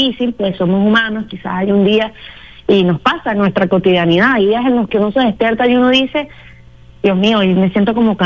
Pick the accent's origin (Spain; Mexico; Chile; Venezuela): Venezuela; que han tenido un momento en medio de sus compromisos para enviarnos un mensaje como venezolanos